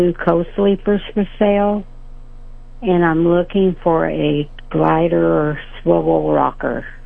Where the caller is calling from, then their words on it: Marshall, Missouri, United States; Yes, I'm from Marshall, Missouri